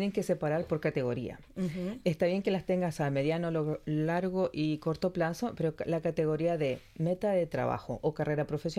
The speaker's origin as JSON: {"language": "Spanish", "country": "Chile", "also_born_or_lived": "Australia", "said": "Yo soy chilena, por tanto ya tenía que empezar a hablar un español más neutro y o con ellos tenías que hablar solamente en inglés."}